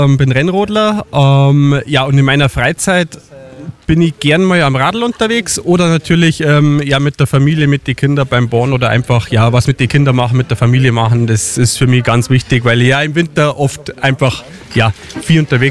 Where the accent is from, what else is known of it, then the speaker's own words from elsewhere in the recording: Berchtesgaden, Bavaria, Germany; Ich komme aus Borisch Gmoor.